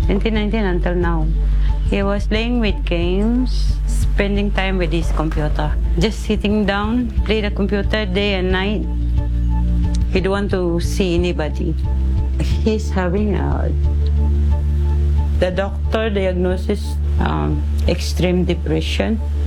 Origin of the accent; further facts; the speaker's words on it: Philippines; moved away as an adult; now in Singapore; I'm from Philippines, 1993. I come into Singapore, work as a domestic helper.